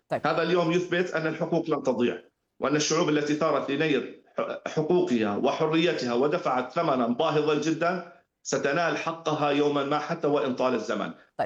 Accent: Syria; نتمنى كسوريين

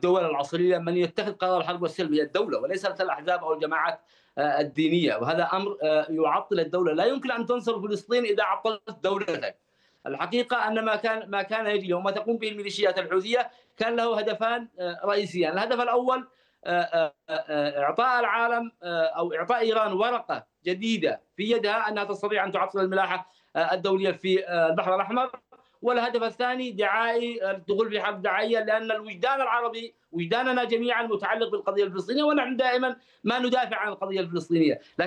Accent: Yemen; تستهدفنا كيمنيين

